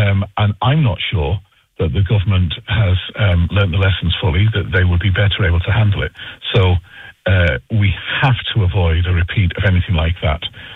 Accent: Munster, Ireland; accent: funny accent; now in Dublin, Ireland; despite my funny accent and the fact that I live in Dublin, home for me is North Cork. I'm from an agricultural family

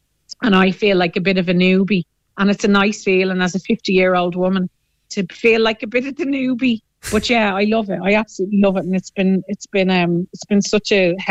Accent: Dublin, Leinster, Ireland; I'm from Dublin, and I'm a mam of two, and I'm a middle-aged mam of two

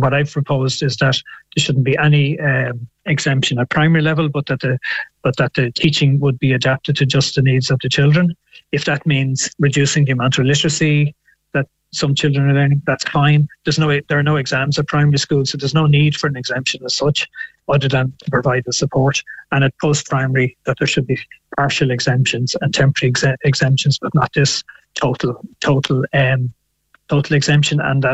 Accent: Ireland; as Irish people, we probably don't notice them.

